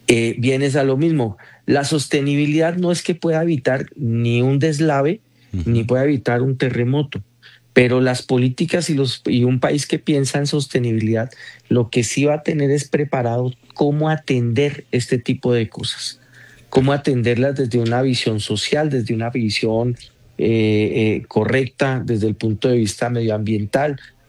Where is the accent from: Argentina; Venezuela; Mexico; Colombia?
Colombia; ahorita para nosotros como colombianos.